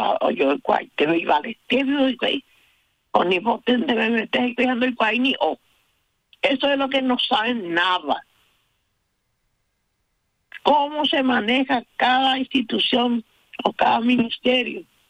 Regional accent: Paraguay; todos somos paraguayos

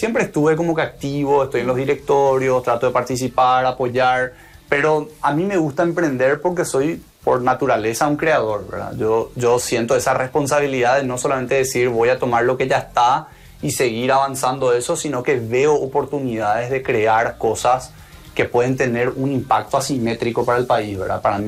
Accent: Paraguay; born there; de los que nacimos fuera de pobreza en Paraguay

